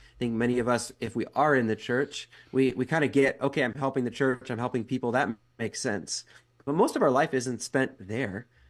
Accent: Minnesota, United States; moved away as an adult; also born or lived in Los Angeles / Massachusetts; now in San Jose, United States; I grew up in Minnesota, actually, and in the middle of college, God called me out to California, called me out

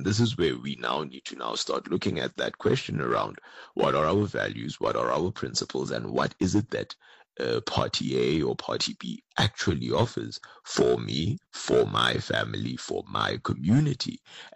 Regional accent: South Africa; as South Africans

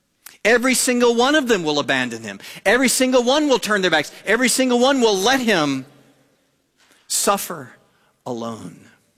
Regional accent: the South, United States; I was raised in the South.

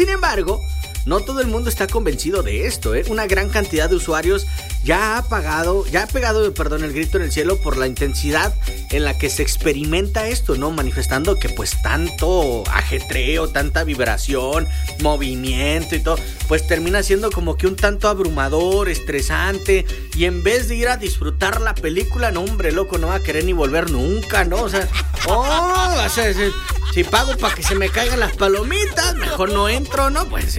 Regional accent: Mexico; Cómo somos los mexicanos.

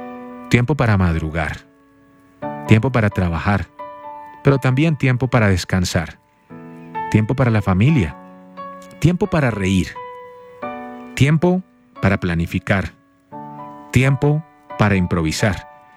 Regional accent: Colombia; Si somos colombianos promedios

